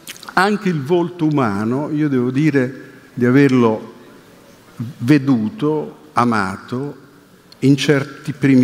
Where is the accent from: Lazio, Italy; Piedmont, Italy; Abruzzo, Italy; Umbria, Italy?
Lazio, Italy; Rome; Io che sono nato e vissuto a Roma